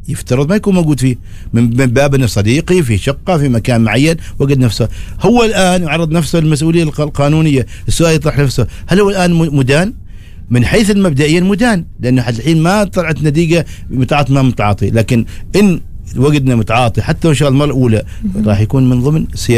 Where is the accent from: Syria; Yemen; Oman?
Oman; طبعا عندنا في سلطنة عمان عن طريق الفحص